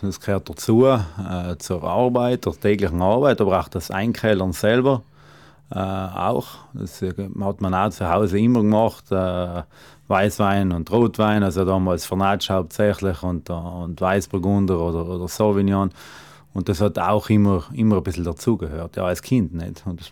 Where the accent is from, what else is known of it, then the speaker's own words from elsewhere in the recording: Trentino-Alto Adige, Italy; wo wir auch herkommen als Südtiroler